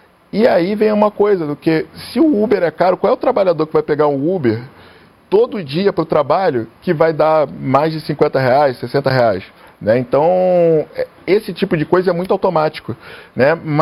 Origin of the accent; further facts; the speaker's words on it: Rio de Janeiro, Brazil; Eu sou carioca, então carioca fala palavrão.